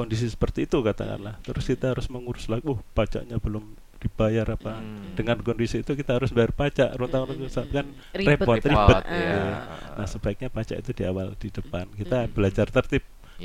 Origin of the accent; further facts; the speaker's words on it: Banyuwangi, East Java, Indonesia; kita warga Banyuwangi